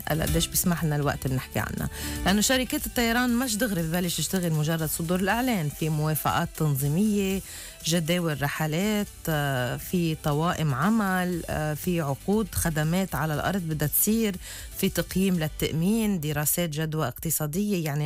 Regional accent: Lebanon; نحن كلبنانية

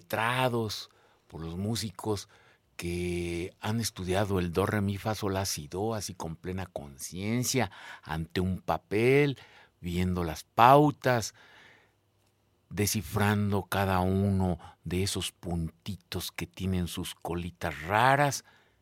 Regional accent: Mexico; así como somos los mexicanos

